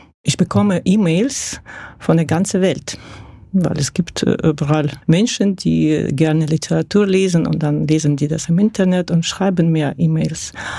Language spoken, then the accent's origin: German; Dagestan, Russia; moved away as an adult; now in Germany; Ich bin tatsächlich in Dagestan geboren. Das ist eine schöne Republik, wo die Gebirge, Flüsse, Wüste, das Kaspische Meer, das alles zusammen eine sehr